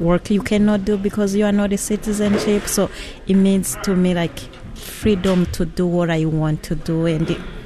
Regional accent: Rwanda; now in United States; I'm from Rwanda. So I came here January 2013.

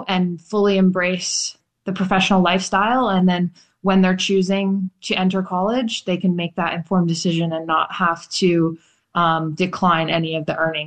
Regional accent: Whitewater, Wisconsin, United States; So there are two community tennis courts in my hometown of Whitewater, Wisconsin

